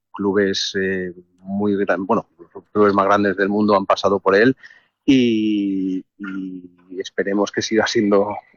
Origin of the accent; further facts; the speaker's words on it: Madrid, Community of Madrid, Spain; nosotros somos de Madrid